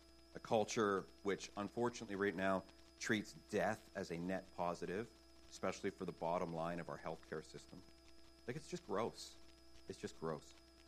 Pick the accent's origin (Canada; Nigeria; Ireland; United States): Canada; I'm Canadian, right?